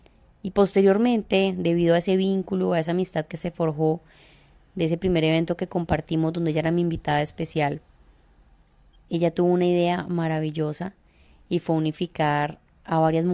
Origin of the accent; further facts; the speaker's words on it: Cali, Valle del Cauca, Colombia; soy de Cali, Colombia, y voy a estar conduciendo este programa